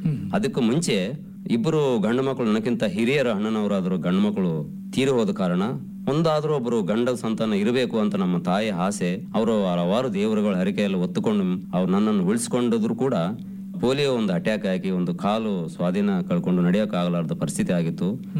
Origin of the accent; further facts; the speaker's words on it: Jamakhandi, Karnataka, India; born there; ನನ್ನ ಬಾಲ್ಯದ ದಿನಗಳು, ನಾನು ಜಮಖಂಡಿಯಲ್ಲಿ ಆಸ್ಪತ್ರೆಯಲ್ಲಿ ಜನಿಸಿದ ಕಾರಣ ನಮ್ಮ ತಂದೆಯವರು ಸರ್ಕಾರಿ ಹುದ್ದೆ ಮಾಡುತ್ತಿದ್ದರು.